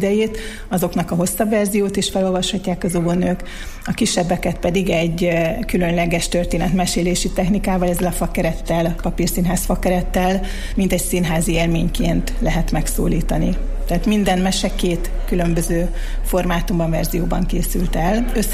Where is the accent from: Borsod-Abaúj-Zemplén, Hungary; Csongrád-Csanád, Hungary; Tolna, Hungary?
Borsod-Abaúj-Zemplén, Hungary; Miskolc; now in Norway; Még Norvégiából is nagy örömmel követtem figyelemmel, hogy mi zajlik a szülővárosomban, illetve még a gimnáziumot is itt jártam. Úgyhogy nagyon kedves számomra Miskolc